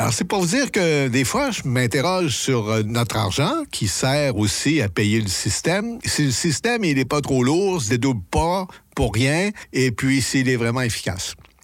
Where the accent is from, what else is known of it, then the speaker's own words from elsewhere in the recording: Quebec, Canada; born there; moved away; Parce que je viens du Québec